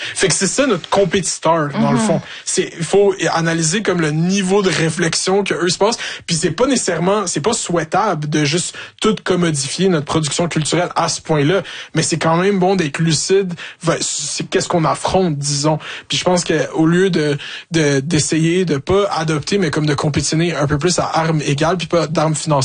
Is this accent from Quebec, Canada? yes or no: yes; Quebec, Canada; parce que forcément, on est Québécois, on fait des affaires pour les Québécois, on a un edge sur eux.